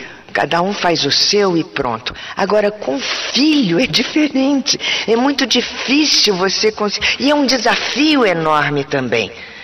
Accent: Rio de Janeiro, Brazil; now in São Paulo, Brazil; Sou natural do Rio de Janeiro.

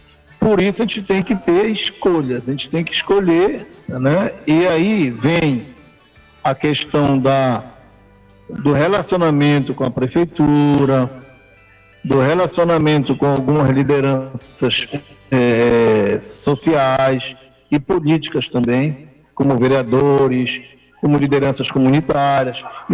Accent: Pará, Brazil

